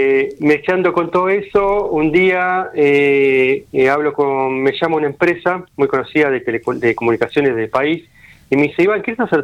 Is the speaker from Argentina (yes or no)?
yes; Quilmes, Buenos Aires Province, Argentina; en el año 2010 empecé a viajar por pueblos cercanos a mi casa. Yo soy de Quilmes.